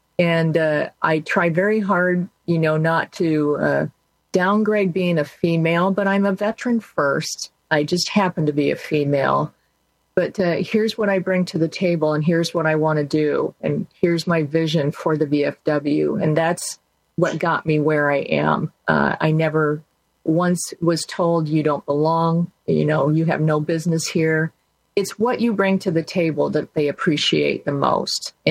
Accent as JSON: {"language": "English", "region": "Iowa", "country": "United States", "moved": "as an adult", "said": "And I am from Iowa, and I chose to come back to Iowa after active duty."}